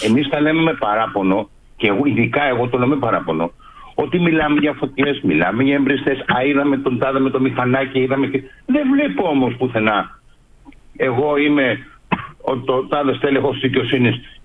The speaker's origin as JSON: {"language": "Greek", "town": "Rhodes", "region": "South Aegean", "country": "Greece", "said": "δεν το λέω σαν … μόνο, σαν Ροδίτης."}